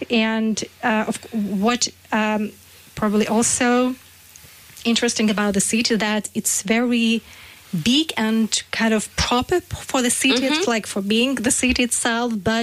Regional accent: Ukraine; moved away as an adult; now in Hamburg, Germany; I don't know what the situation will be in my home country.

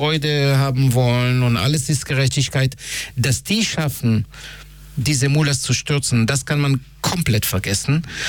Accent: Israel; moved away; ich komme aus Israel

